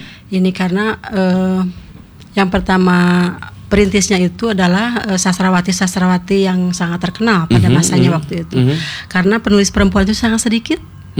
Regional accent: Sukabumi, West Java, Indonesia; saya orang Sukabumi

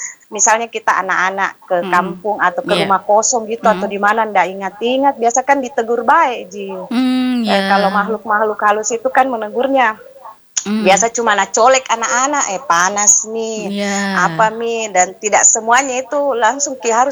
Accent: Makassar, South Sulawesi, Indonesia; kita orang Makassar bilang

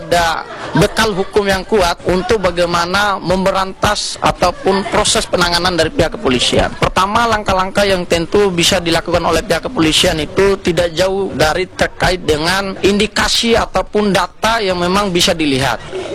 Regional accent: Bima, West Nusa Tenggara, Indonesia; asli dari Bima.

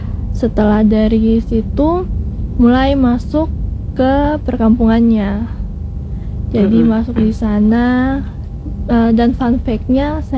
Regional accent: Ambon, Maluku, Indonesia; dari opa, ayah, sampai saya tinggal dan besarnya di Ambon, di kota Ambon.

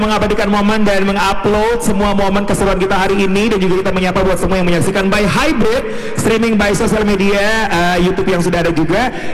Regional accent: Rote, East Nusa Tenggara, Indonesia; ketong di orang-orang loba lain itu biasa dengan love language.

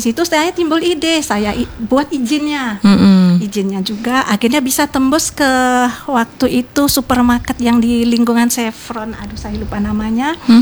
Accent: Java, Indonesia; di situ kebetulan saya kan dari Jawa, dapat suami orang Minang

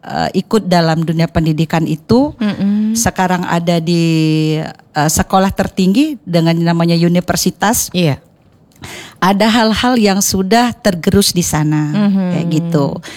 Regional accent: South Sumatra, Indonesia; di daerah saya, di Kabupaten Muara Enim.

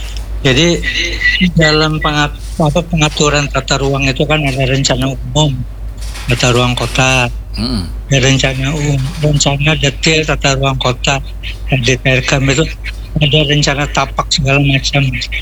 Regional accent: Banjar, South Kalimantan, Indonesia; also born or lived in Semarang / Jakarta; kita orang Banjar ini maaf aja bang lah aku orang Banjar ya bang

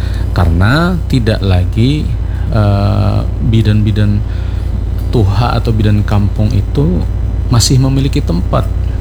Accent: South Kalimantan, Indonesia; itu melekat dengan lokalitas kita sebagai orang Banjar

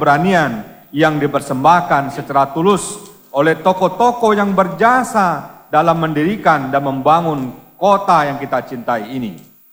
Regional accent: West Sumatra, Indonesia; kita Minang

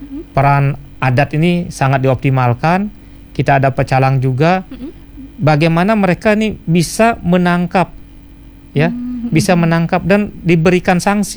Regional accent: Bali, Indonesia; Kalau saya sendiri, Mbak, di Bali sebagai orang Bali

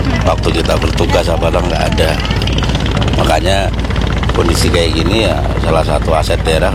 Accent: Jakarta, Indonesia; Kami dari Jakarta itu ada sesuatu yang menarik, makanya waktu kami tugas di sini itu sekalian ada waktu ya kami luangkan untuk melihat kondisinya

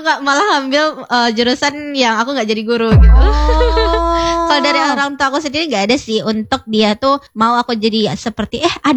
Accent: West Sumatra, Indonesia; moved away; aku kan orang Lahan Panjang juga.

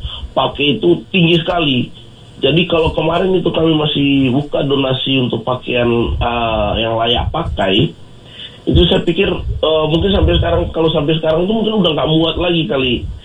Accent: East Nusa Tenggara, Indonesia; Jadi kebetulan latar belakang Libong ini memang kami dari Flores.

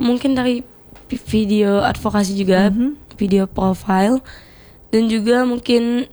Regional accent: South Sumatra, Indonesia; nunjukinnya kalau kami dari Sumsel nih gitu.

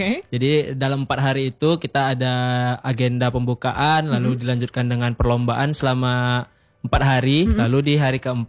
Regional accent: West Sumatra, Indonesia; dan kebetulan saya orang Minang, jadi ingin melaksanakan persembahan Minang itu di bulan bahasa gitu.

